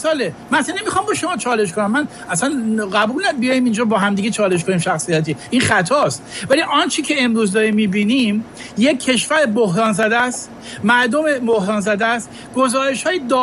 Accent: Iran; ما ایرانیم، در حکومت ایران هم نیستیم.

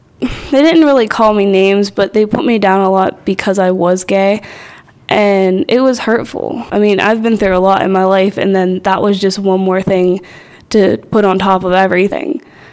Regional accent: Manassas, Pennsylvania, United States; I'm 16. I'm from Manassas, PA.

